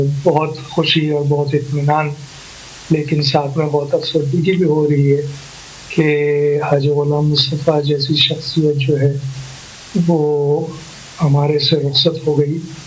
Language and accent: Urdu; Pakistan; تو میں نے کہا جی میں پاکستانی ہوں